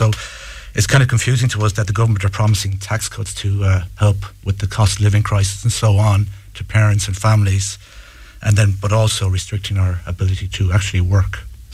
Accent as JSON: {"language": "English", "town": "Clarenbridge", "region": "Connacht", "country": "Ireland", "said": "So I'm from Clarenbridge, like all of us are from Clarenbridge Village"}